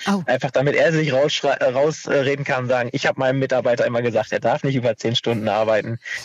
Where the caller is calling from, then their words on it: Bad Laer, Lower Saxony, Germany; Bad Laa, das ist genau 8 Kilometer von der Grenze entfernt.